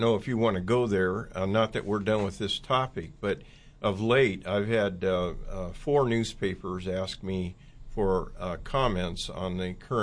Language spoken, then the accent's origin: English; Oakland, California, United States; Now, I grew up in East Oakland.